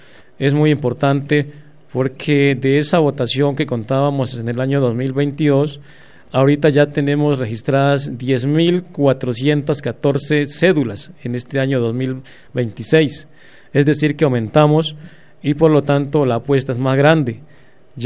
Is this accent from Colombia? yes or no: yes; Colombia; los derechos que nosotros tenemos como ciudadanos colombianos